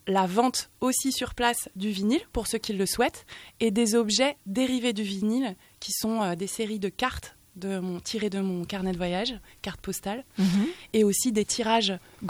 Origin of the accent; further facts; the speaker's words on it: Rennes, Brittany, France; born there; moved away; also born or lived in Périgueux, Dordogne; De Rennes. Ouais. C'est là-bas que j'ai grandi principalement toute mon enfance.